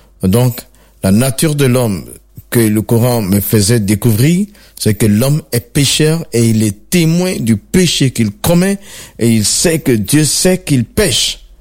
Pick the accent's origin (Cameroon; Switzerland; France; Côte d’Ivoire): Côte d’Ivoire; je suis originaire de la Côte d'Ivoire. … qui était imam. Mon grand-père était imam, il y avait 12 de mes oncles qui étaient des imams.